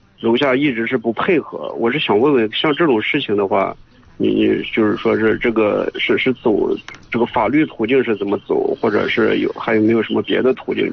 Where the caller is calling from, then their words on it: Yuncheng, Shanxi, China; 我就是盐湖区的。